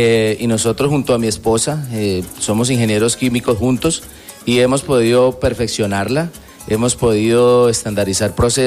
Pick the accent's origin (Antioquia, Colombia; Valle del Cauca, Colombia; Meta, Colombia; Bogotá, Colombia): Meta, Colombia; Villavicencio; Somos una empresa llanera, yo soy de aquí, de Villavicencio.